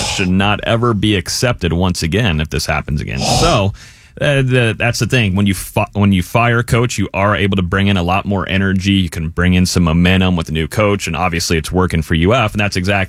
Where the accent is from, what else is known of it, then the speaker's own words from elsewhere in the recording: Tallahassee, Florida, United States; So I grew up in Tallahassee, so I was around FSU a whole ton.